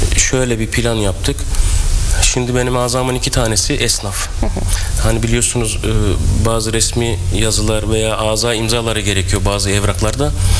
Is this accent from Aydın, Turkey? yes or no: yes; Yenipazar, Aydın, Turkey; Doğuma büyüme Donduranlıyım. Dükkanımız da orada, iş yerimiz de orada.